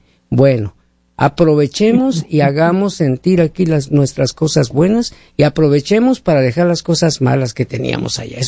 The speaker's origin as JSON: {"language": "Spanish", "country": "Mexico", "moved": "yes", "said": "todos somos mexicanos, sí, todos."}